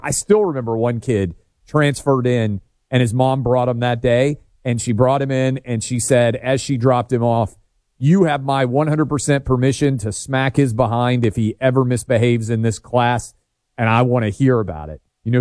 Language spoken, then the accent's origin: English; New York City, New York, United States; this is I'm growing up in New York City.